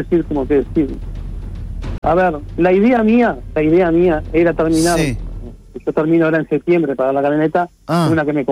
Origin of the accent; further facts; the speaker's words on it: Uruguay; A ver, somos uruguayos y nos matamos trabajando.